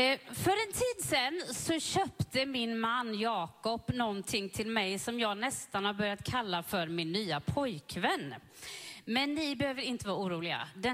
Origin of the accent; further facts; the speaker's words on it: Sweden; jag är uppvuxen i HV-staden